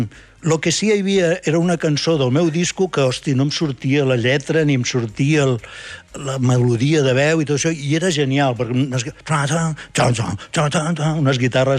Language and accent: Catalan; Barcelona, Catalonia, Spain; now in Vic, Spain; Criat a Barcelona i retornat a Vic.